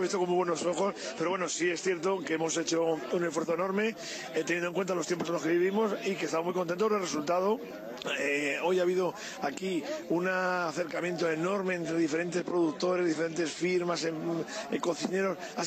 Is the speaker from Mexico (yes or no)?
no; Andalusia, Spain; como andaluces hay que sentirse orgullosos de todo, porque vivimos en una tierra privilegiada.